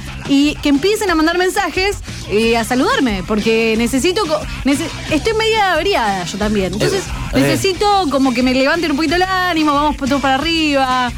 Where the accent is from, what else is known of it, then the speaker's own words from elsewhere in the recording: Rosario, Santa Fe, Argentina; Yo soy acá, además soy recontra de Leprosa, de Newell's